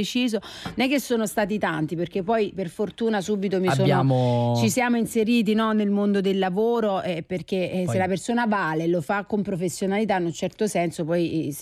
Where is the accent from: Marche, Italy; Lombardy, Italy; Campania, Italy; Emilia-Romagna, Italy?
Campania, Italy; Naples; io napoletana